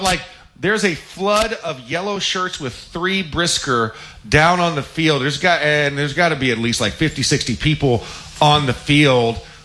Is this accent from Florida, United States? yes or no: yes; Florida, United States; I'm from Florida. You know, I went to University of Florida.